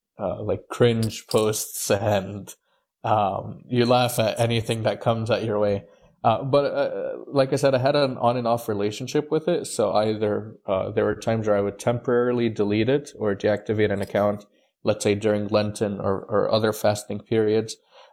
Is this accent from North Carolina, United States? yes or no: no; Houston, Texas, United States; moved away as an adult; also born or lived in Egypt; now in Boston, United States; I'm Coptic Orthodox. I was born in Egypt in 2004, came to the U.S. in 2005, and I was raised in Houston, Texas. So my whole life I've grown up in Houston. And then I moved up to Boston in January of 2024 for my studies.